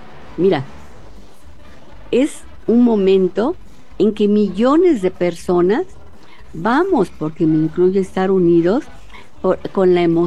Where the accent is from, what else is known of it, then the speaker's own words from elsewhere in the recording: Mexico; uno solo como mexicanos